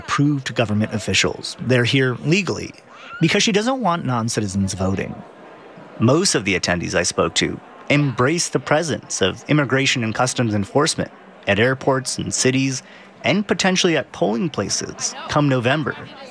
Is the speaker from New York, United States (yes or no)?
yes; Long Island, New York, United States; I'm from Long Island, but that's besides the point